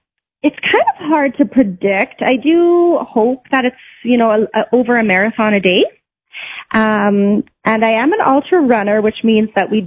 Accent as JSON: {"language": "English", "town": "Flin Flon", "region": "Manitoba", "country": "Canada", "tie": "born there", "said": "She went to Loon Lake in the forest, and then I was born in Finflaw in the Canadian Shield."}